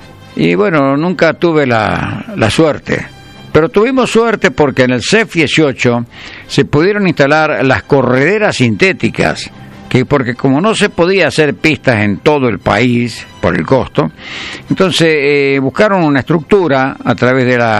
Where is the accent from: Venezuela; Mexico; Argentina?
Argentina; Tucumán; Para mí es Tucumán, soy tucumano, defiendo Tucumán